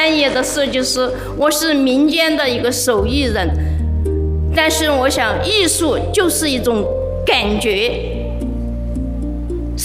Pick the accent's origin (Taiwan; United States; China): China; Sichuan; 我来自四川省阿坝州，我在大山里做刺绣工作啊，已经50多年了